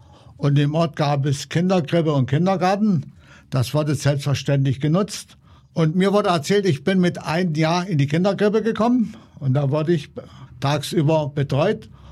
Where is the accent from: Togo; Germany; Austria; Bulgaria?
Germany; Ifta, Thuringia; schon 71 Jahre alt geworden. Bin ein Kind der DDR. Bin an der Grenze aufgewachsen, im schönen Ifta, an der innerdeutschen Grenze.